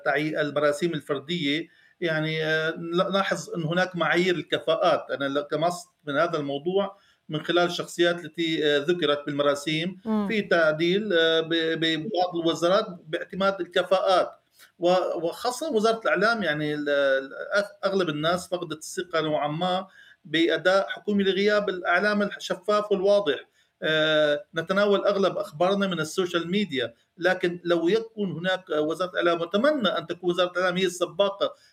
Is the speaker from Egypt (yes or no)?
no; Syria; وكنا نتوقع كسوريين أن يكون التشكيل الحكومي